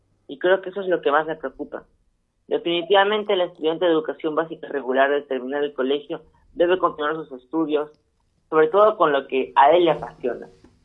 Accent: Peru

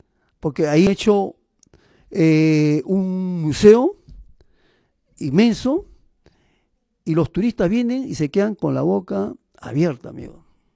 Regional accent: Peru; also born or lived in England; Me sentí el hombre más orgulloso de mi Perú, de mi querido y amado Perú. Por eso que yo me vine de Inglaterra.

